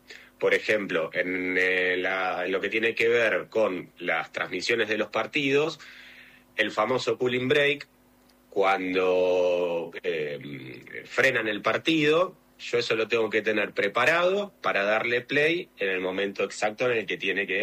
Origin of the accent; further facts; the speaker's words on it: Buenos Aires, Argentina; Ahora estoy en mi casa y soy de Buenos Aires